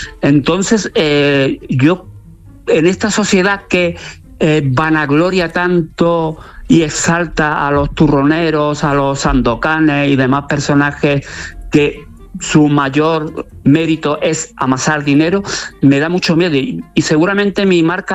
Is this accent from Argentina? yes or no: no; Córdoba, Andalusia, Spain; el del niño de barrio, en Córdoba, en mi ciudad natal, ese niño de San Agustín, de San Lorenzo, que vivía en una familia terriblemente humilde, muy austera, que teníamos muy poco